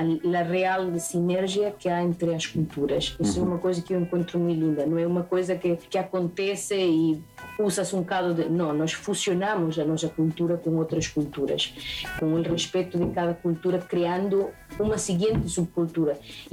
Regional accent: Peru; Portanto, sim, nós somos peruanos, tipo, não só a serra.

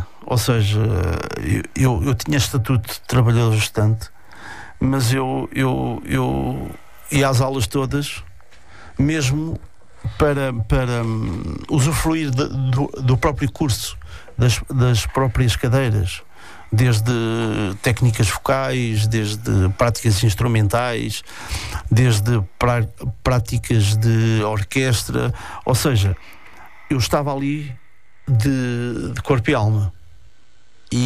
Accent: Cadoiço, Portugal; na minha aldeia, em Cadoiço

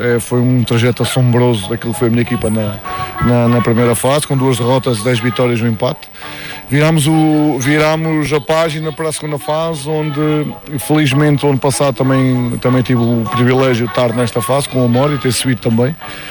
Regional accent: Coimbra, Portugal; Fico muito contente, porque eu sou de Coimbra, ver esta gente também de perto

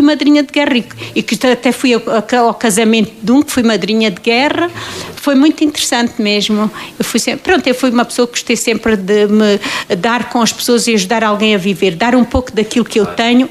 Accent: Portalegre, Alentejo, Portugal; sou de Porto Alegre.

